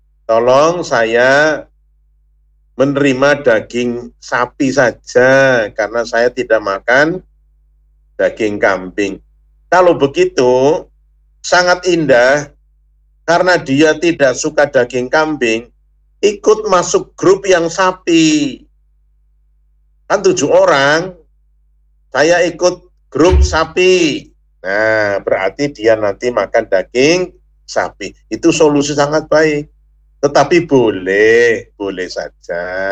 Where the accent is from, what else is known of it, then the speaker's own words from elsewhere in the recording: Banyumas, Central Java, Indonesia; Nah, maka sebaik-baiknya bahasa kita orang Banyumas tidak ngarani.